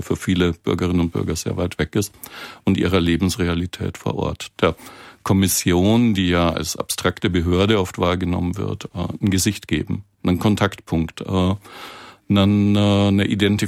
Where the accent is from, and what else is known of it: Southern Germany, Germany